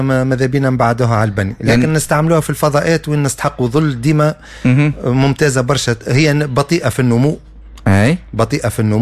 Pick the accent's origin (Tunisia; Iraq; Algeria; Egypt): Tunisia; عندنا في تونس